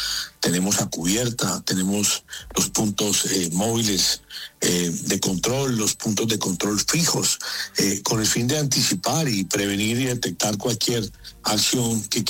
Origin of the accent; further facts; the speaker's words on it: Cali, Valle del Cauca, Colombia; Yo soy caleño, sí señor.